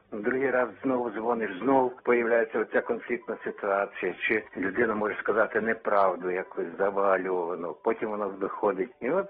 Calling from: Kyiv, Ukraine; Місто Київ.

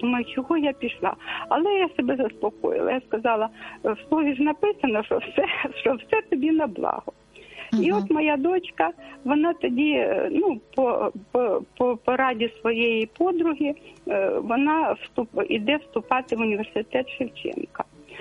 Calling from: Kyiv, Ukraine; я з Києва дзвоню.

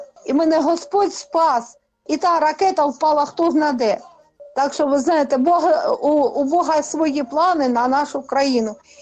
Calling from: Kharkiv Oblast, Ukraine; Із Харківщини.

